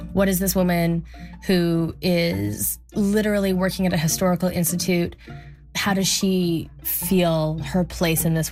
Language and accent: English; Alberta, Canada; I'm from Alberta, by the way.